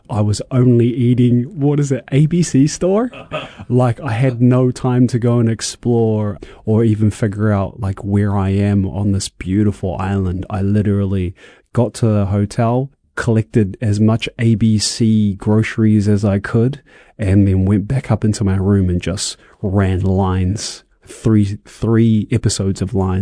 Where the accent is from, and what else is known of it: New Zealand; now in Hawaii, United States